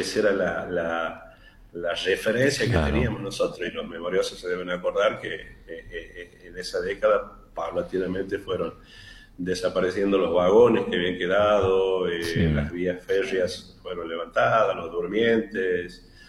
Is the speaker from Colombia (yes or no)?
no; northern Argentina, Argentina